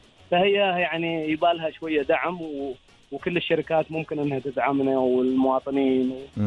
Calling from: Muscat, Muscat Governorate, Oman; والله حاليا من مسقط

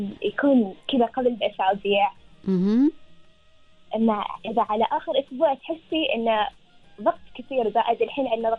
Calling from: Muscat, Muscat Governorate, Oman

